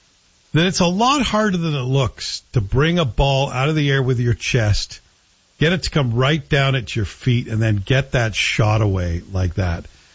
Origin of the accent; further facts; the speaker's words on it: Glasgow, Scotland, United Kingdom; I think I explained to you that being born and raised in the Glasgow area, Catholic mother, Protestant father, I'm a Rangers fan, Glasgow Rangers.